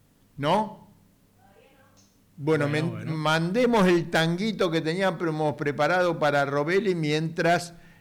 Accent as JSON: {"language": "Spanish", "country": "Argentina", "said": "somos muchos los argentinos"}